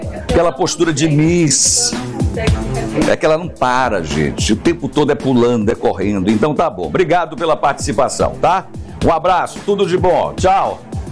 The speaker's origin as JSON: {"language": "Portuguese", "country": "Brazil", "said": "Sou patriota, sou brasileiro, né?"}